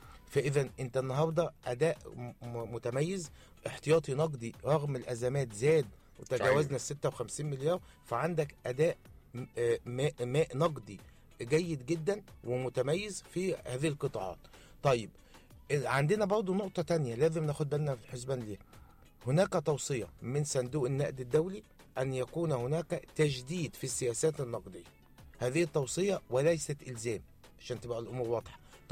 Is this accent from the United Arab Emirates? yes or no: no; Egypt